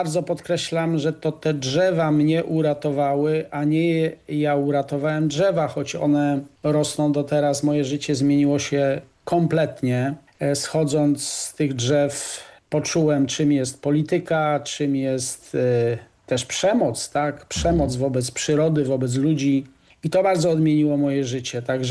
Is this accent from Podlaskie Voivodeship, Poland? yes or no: no; Bielsko-Biała, Silesian Voivodeship, Poland; w centrum mojego rodzinnego miasta Bielska-Białej